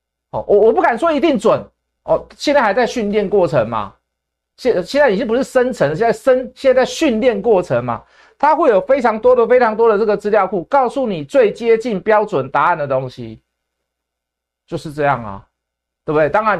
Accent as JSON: {"language": "Chinese", "country": "Taiwan"}